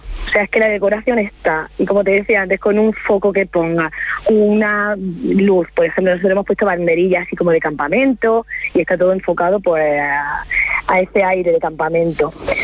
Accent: Caravaca de la Cruz, Region of Murcia, Spain; yo que soy aquí de Caravaca

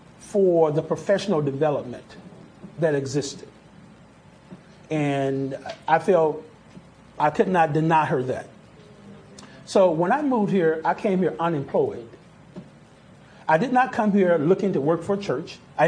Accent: Mississippi, United States; also born or lived in Houston, United States / Oklahoma City, United States; I think growing up in Mississippi, it may have snowed once that I can remember in my growing up years, in 20 years. Now, of course, we moved to Houston, moved to Oklahoma City.

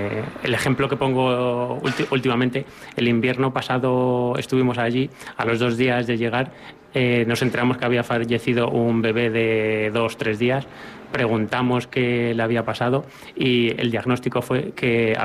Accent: Pepino, Castilla-La Mancha, Spain; moved away as an adult; now in Jaca, Spain; yo me crié aquí en Pepino

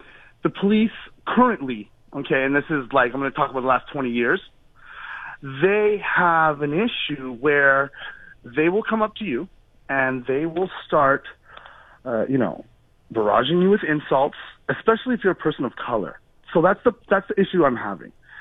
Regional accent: Montreal, Quebec, Canada; I'm black from Montreal, okay?

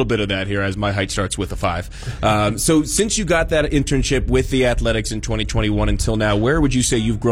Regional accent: Pittsburgh, Pennsylvania, United States; Yeah, I'm from the Pittsburgh area, so I know that school well.

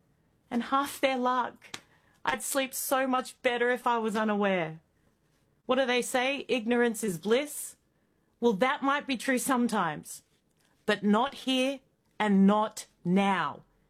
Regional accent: Australia; And yes, it's a we. Yes, I'm an Aussie. I need you at the top of your game, or my country's screwed.

